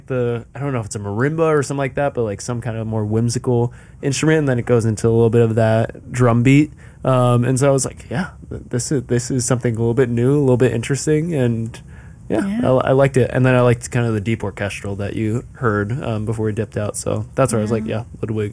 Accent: San Francisco, California, United States; I'm from San Francisco.

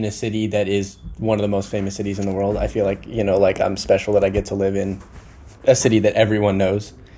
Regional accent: Los Angeles, California, United States; Born and raised in LA.

